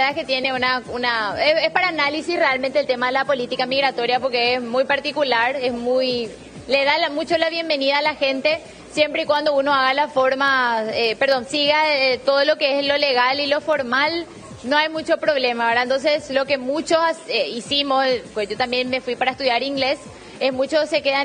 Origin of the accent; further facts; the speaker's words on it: Paraguay; moved away as an adult; now in Ireland; Yo soy de Paraguay. Paraguay es un país mediterráneo. Nosotros no tenemos costa.